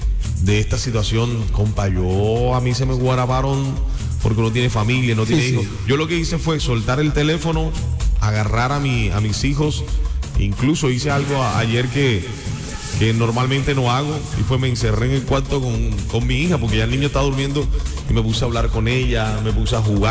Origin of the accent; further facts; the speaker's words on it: Colombia; situaciones que golpean como colombiano, porque tenemos un corazón que uno se imagina tantas cosas y bueno.